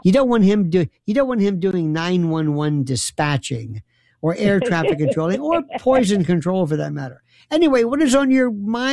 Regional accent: Tampa, Florida, United States; I was born in Tampa, and we have a huge Cuban population

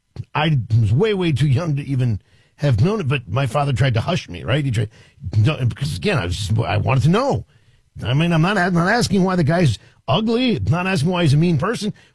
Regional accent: Washington, District of Columbia, United States; the neighborhood I grew up in Washington, D.C.

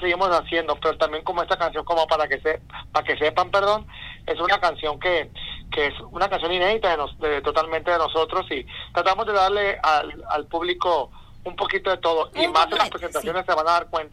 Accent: Mexico; cuando recibimos nosotros como mexicanos una música que pues el nombre lo dice, el regional mexicano.

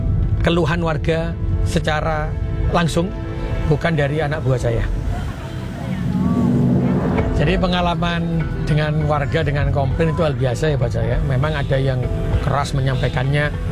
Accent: Surabaya, East Java, Indonesia; Jadi saya dilahirkan di kota Surabaya. Itu adalah rumah saya, rumah masa kecil saya.

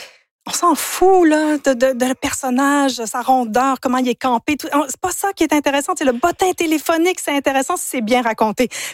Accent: Ontario, Canada; first language English; French is a second language; also born or lived in United States / England; Moi, je suis franco-ontarienne au départ, donc j'ai grandi dans l'univers anglophone. J'ai vécu aux États-Unis, en Angleterre. Donc, l'anglais, c'est un peu ma langue maternelle d'une bizarre de façon.

